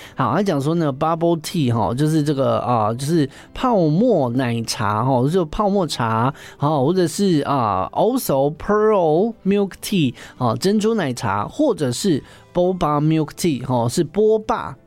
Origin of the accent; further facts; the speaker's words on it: Taichung, Taiwan; 这个就是爱公的台中啊，哈，就是温刀啦，我的家乡。